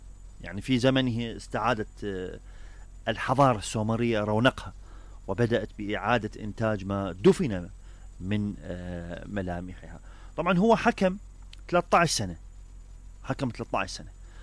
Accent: Iraq; عندنا بالعراق

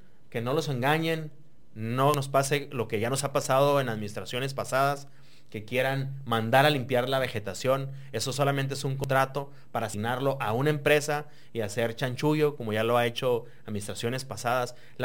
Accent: Mexico

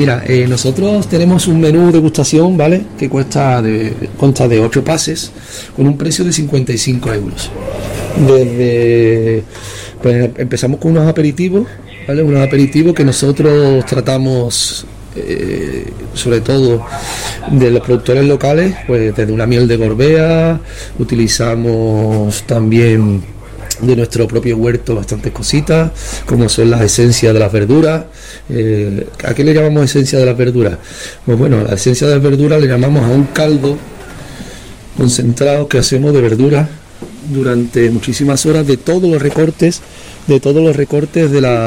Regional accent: Cádiz, Andalusia, Spain; born there; moved away as an adult; also born or lived in Seville / San Sebastián / Germany / Paris; now in Vitoria-Gasteiz, Spain; yo nací en Cádiz, luego estudié en Sevilla, estuve un tiempo aquí en el norte, en San Sebastián, y luego está estudiando también el Basque Culinary Center, pero bueno, mis últimos años he estado siempre en Europa trabajando desde Alemania, París

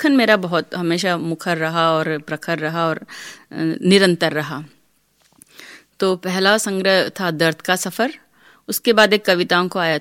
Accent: Rajasthan, India; first language Rajasthani; Hindi is a second language; मैं राजस्थान से हूँ, मेरी मातृभाषा राजस्थानी है

